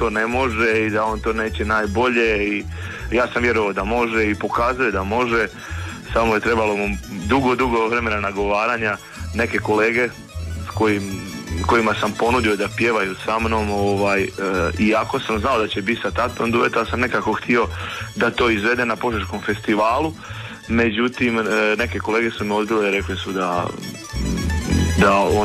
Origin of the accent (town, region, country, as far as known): Slavonia, Croatia